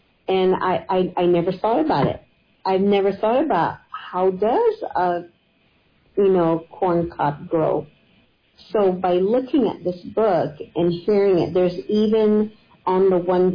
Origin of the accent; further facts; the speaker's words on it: Arizona, United States; we're from the Hopi community, and our tribal community, many families plant cornfields.